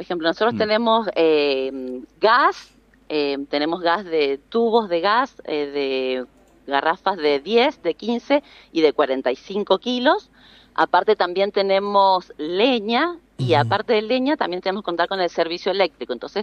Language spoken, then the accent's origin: Spanish; Mendoza, Argentina